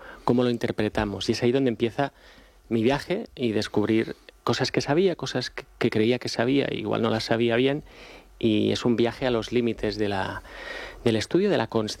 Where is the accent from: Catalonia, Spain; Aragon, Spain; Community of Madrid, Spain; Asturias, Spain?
Catalonia, Spain; Barcelona; now in Alicante, Spain; Sí, sobre todo en Alicante, que es donde vivo, aunque yo soy de Barcelona, pero ya hace casi 10 años que estoy en Alicante.